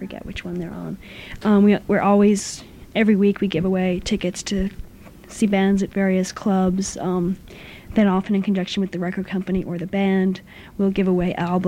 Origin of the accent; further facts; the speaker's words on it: Boston, Massachusetts, United States; Yeah, I think I'm from Boston, and Boston is just teeming with really great college radio stations.